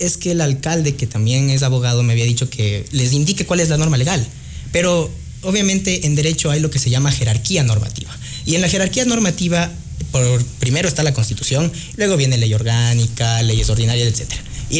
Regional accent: Quito, Pichincha, Ecuador; yo soy de Quito

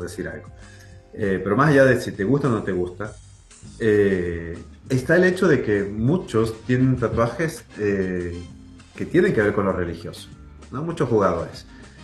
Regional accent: Argentina; nosotros como argentinos

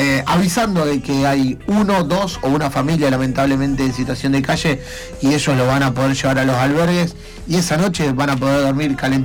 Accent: Argentina; Recordemos que somos argentinos

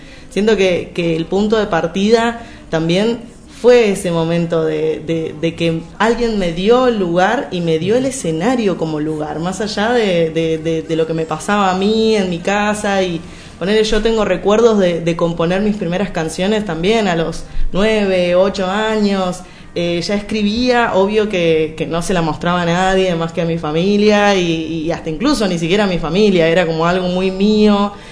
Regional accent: Ingeniero Jacobacci, Río Negro, Argentina; moved away as an adult; also born or lived in Tucumán / General Roca; now in Buenos Aires, Argentina; Yo soy de Tucumán, soy nacida en Tucumán, tengo toda mi familia allá, viajo todos los años, me encanta, pero la verdad es que crecí en Ingeniero Jacobacci. Ingeniero Jacobacci es un pueblo de la línea sur de Río Negro, queda muy cerquita de Bariloche. Yo crecí, pasé la mayor parte de mi vida ahí

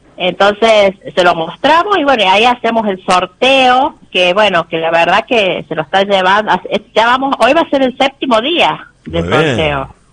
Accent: La Carolina, San Luis, Argentina; Yo soy de acá de Carolina, yo vivo en Carolina, trabajo en Carolina, mis hijos viven acá

